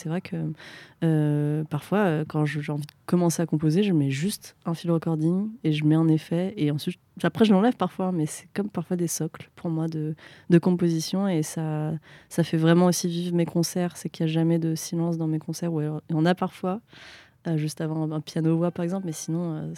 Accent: France; j'ai grandi en France parce que l'éducation, mais aussi au Vietnam, en fait, parce que je peux pas parler vietnamien.

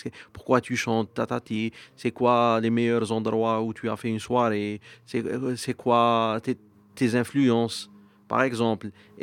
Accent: Algiers, Algiers Province, Algeria; J'ai grandi à Alger, je suis né à Alger, et on n'écoute pas Rai à la maison.

